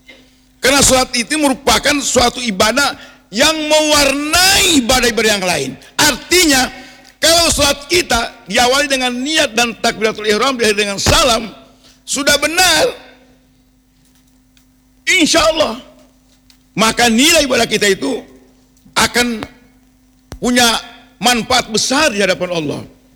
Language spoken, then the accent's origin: Indonesian; Central Sulawesi, Indonesia; first language Kaili; Dalam bahasa kita Kaili